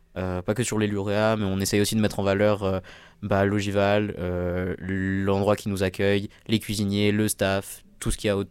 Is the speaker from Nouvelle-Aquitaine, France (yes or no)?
no; Avignon, Provence-Alpes-Côte d'Azur, France; je viens de Royès, Avignon.